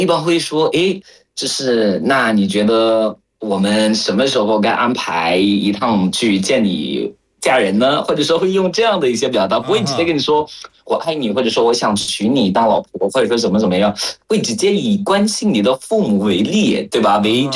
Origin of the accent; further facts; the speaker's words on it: Cameroon; Chinese is a second language; moved away; 我作为喀麦隆人